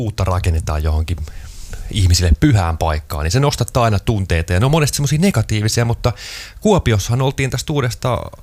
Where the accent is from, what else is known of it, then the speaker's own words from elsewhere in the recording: Lahti, Päijänne Tavastia, Finland; moved away; tuolla Lahdessa, josta olen kotoisin